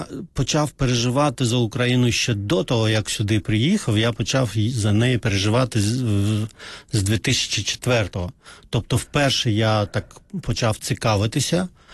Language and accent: Ukrainian; Azerbaijan; Ukrainian is a second language; moved away as an adult; now in Ukraine